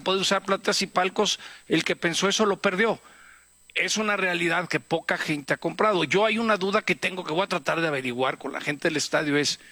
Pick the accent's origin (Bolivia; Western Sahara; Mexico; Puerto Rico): Mexico; Y duele como mexicano, sí.